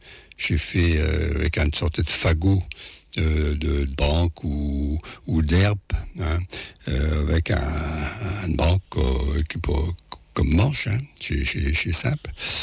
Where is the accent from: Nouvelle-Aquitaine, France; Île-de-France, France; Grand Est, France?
Île-de-France, France; Paris